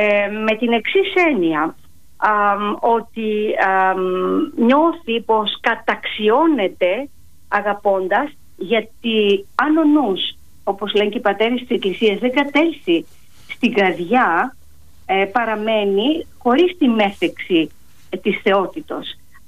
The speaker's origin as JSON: {"language": "Greek", "town": "Ioannina", "region": "Epirus", "country": "Greece", "said": "κατάγομαι από τα Γιάννενα, σε χωριά των Ιωαννίνων"}